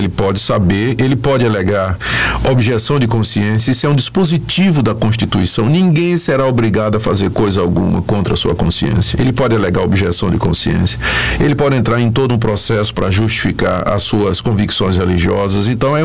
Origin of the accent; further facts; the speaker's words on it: Recife, Pernambuco, Brazil; Recife, onde eu me criei